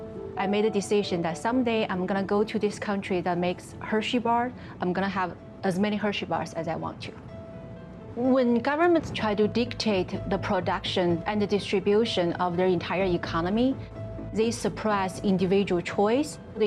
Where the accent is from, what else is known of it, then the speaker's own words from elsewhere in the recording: China; English is a second language; now in United States; When I was growing up in China, under socialism, I was always hungry.